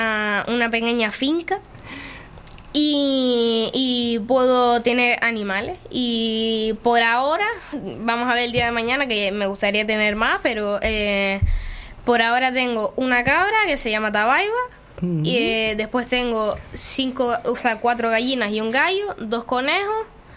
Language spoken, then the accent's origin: Spanish; Arucas, Canary Islands, Spain; now in Valleseco, Spain; yo soy de Aruca. Siempre he sido de Aruca, pero ahora nos mudamos